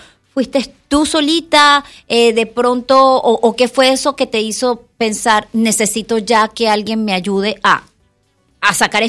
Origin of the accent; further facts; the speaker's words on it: Venezuela; mi país, Venezuela